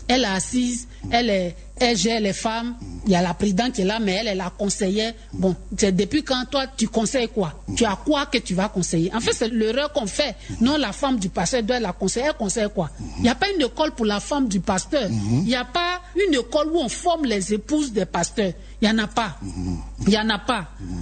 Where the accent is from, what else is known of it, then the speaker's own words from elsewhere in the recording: Côte d’Ivoire; chez nous en Afrique ici, comme je le disais tantôt, surtout en Côte d'Ivoire ici